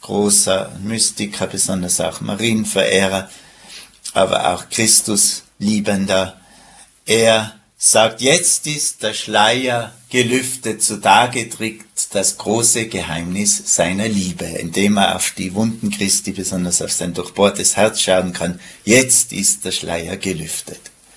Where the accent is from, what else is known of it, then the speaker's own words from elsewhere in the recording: Tyrol, Austria; Als Tiroler